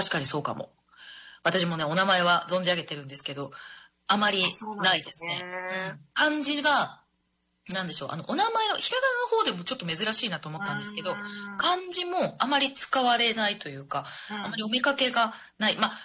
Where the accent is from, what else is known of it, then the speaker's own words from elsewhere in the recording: Ehime, Japan; accent: Iyo dialect; 私、愛媛県なんですけど、出身が。で、その、伊予弁で、ややこいって言われたんですよ。